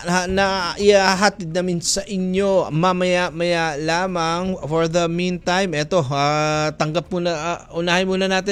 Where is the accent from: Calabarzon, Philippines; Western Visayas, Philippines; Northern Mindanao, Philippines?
Northern Mindanao, Philippines; Iligan; diyan sa amin sa Mindanao. Sa Iligan technically